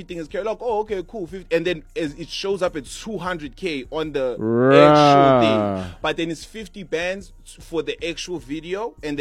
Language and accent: English; East Rand, Gauteng, South Africa; We come from the East Rand, so it's like, that's where piano also originated